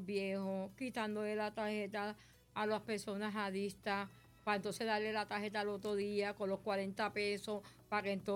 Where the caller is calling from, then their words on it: Cataño, Puerto Rico; Hacía tiempo que no vean una cosa así en mi pueblo de Cataño.